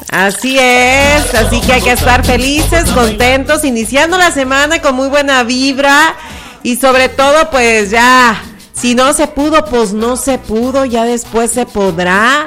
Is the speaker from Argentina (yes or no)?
no; Mexico; yo soy mexicana